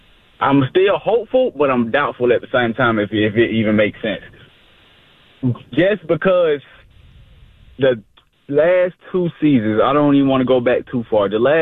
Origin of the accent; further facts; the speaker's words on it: Georgia, United States; I'm 29, so I've been a Falcon fan my whole life, born and raised in Georgia.